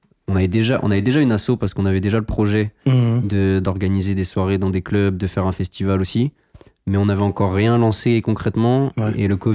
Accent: Étampes, Île-de-France, France; now in Paris, France; Nous, on vient du sud de l'Essonne.

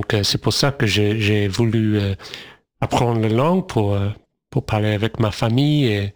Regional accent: Melbourne, Victoria, Australia; Oui, c'est ça, à Melbourne.

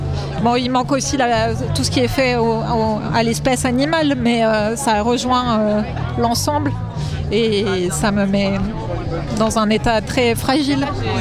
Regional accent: France; c'est important qu'on se rende compte qu'en tant que Français, c'est là sur notre territoire aussi, et juste à côté de chez nous.

